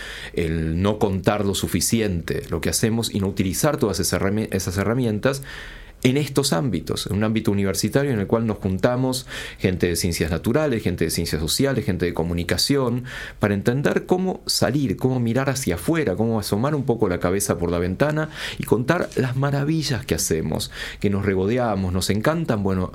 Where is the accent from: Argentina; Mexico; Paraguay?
Argentina